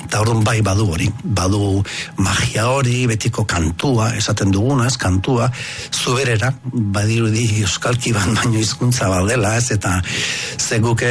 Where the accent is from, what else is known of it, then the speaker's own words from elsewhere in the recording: Lasarte-Oria, Basque Country, Spain; born there; also born or lived in Ondarroa, Biscay; now in Larraul, Spain; sortu nintzen Bizkaian Ondarrun, bai, baina gali ez detinu esate, baina Gipuzkura torren nintzen Lasartera, ni 8 urte nitxula, orduan ere gaztaro gehien txuna, beti lotzen dut Lasarterekin